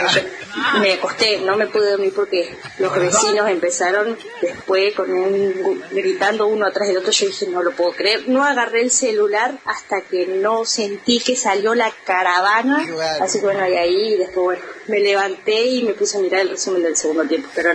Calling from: Uruguay; acá de Uruguay.

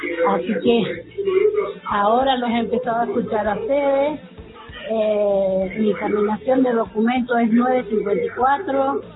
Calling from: Cuadro Venegas, Mendoza, Argentina; de Cuadro Venegas

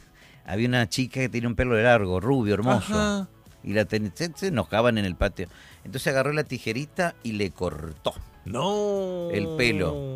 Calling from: Sauce Montrull, Entre Ríos, Argentina; de Sauce Montrul.

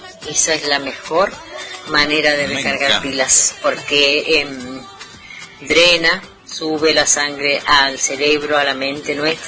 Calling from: Malargüe, Mendoza, Argentina; de Malargüe.

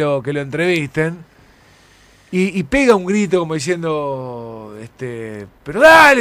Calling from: Ángel Gallardo, Santa Fe, Argentina; de Ángel Gallardo Santa Fe, 319 el DNI.

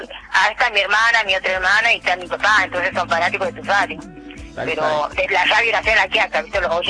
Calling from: Buenos Aires, Argentina; Hablo de Buenos Aires

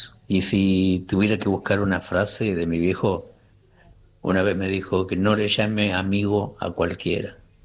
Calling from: Merlo, Buenos Aires Province, Argentina; soy de Merlo.

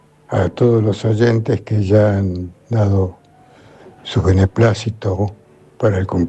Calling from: Buenos Aires, Argentina; de Belgrano.

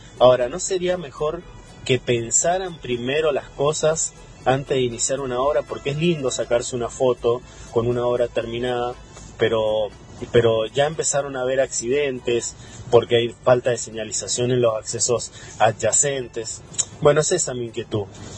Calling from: Mendoza, Argentina; Yo soy un vecino acá de la zona de Las Paredes, tengo comercio acá donde están realizando la obra en ruta 143

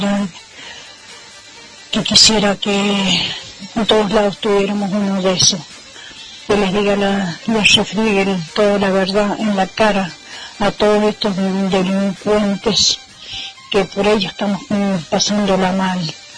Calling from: Malargüe, Mendoza, Argentina; Hola, buenos días, chicos de LB4, soy de Malargo

